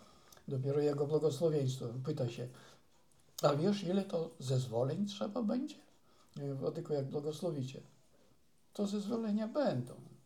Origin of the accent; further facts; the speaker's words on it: Czyże, Podlaskie Voivodeship, Poland; moved away; ja w Czyżach się wychowałem